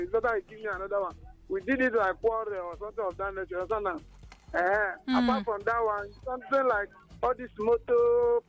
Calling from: Nigeria; from Ubokulu.

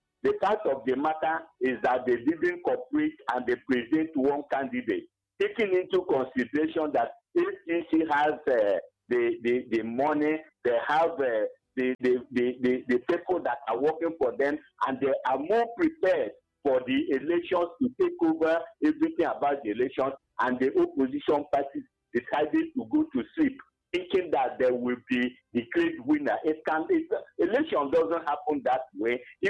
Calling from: Enugu State, Nigeria; I'm calling from Ababani, Kenugu

